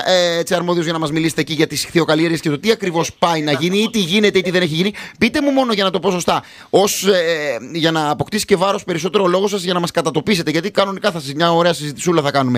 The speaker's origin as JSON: {"language": "Greek", "town": "Methana", "region": "Attica", "country": "Greece", "tie": "born or raised there", "moved": "yes", "said": "σε έναν πολύ όμορφο τόπο που και εγώ έχω περάσει τα παιδικά μου χρόνια, εκεί στα Μέθαινα"}